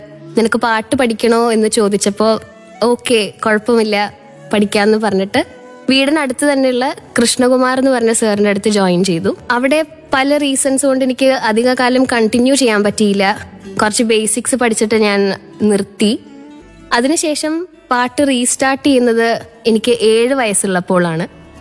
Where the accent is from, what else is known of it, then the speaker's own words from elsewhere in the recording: Tripunithura, Kerala, India; Ernakulam Tripunithura സ്വദേശിനിയാണ്.